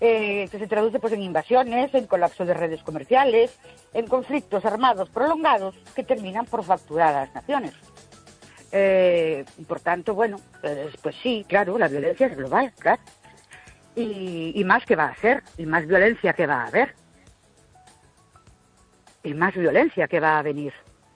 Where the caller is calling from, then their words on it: Ourense, Galicia, Spain; Buenas noches … de Ourense.